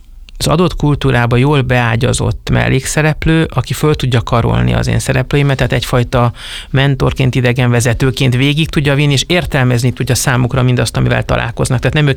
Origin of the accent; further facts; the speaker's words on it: Transylvania, Romania; erdélyiként valahol az ember mindig tudja, hogy legalább két igazság van.